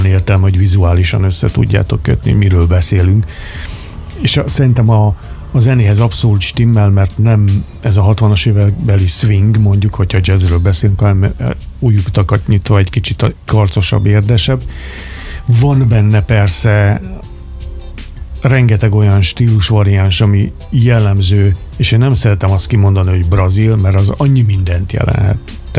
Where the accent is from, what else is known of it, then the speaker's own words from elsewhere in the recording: Hungary; magyarok vagyunk 10 minuszan, 10 millió minusz, és van egy nyelvünk, amit gyakorlatilag más nem beszél, csak mi.